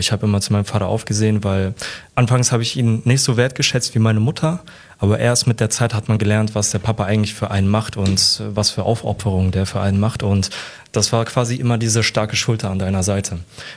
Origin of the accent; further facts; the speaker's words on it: Frankfurt, Hesse, Germany; ich komme aus Frankfurt, sonst wir haben hier keine Berge.